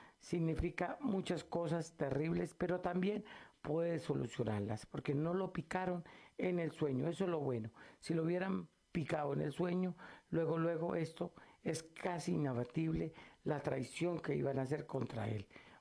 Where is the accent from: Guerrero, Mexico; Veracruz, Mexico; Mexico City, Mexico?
Veracruz, Mexico; Catemaco; como decimos vulgarmente en mi tierra de Catemaco, Veracruz.